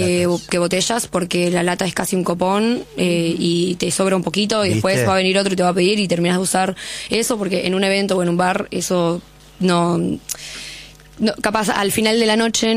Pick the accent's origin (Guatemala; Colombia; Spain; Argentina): Argentina; Nosotros, como argentinos, estamos posicionados, creo que entre el 4 o el 5 lugar que más toma gin del mundo.